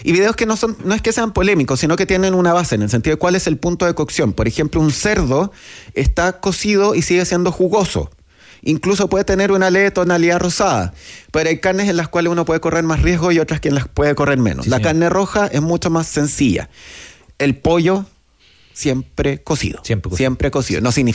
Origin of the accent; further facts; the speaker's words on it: Chile; Sí, soy de Chile.